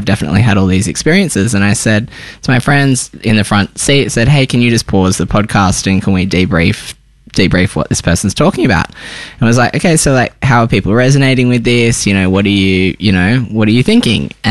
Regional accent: Tamworth, New South Wales, Australia; born or raised there; also born or lived in Sydney; now in Melbourne, Australia

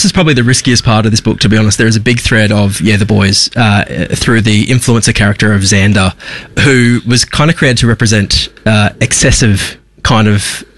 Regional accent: Geraldton, Western Australia, Australia; Growing up in Geraldton, it was like being gay means like being, I don't know, in America.

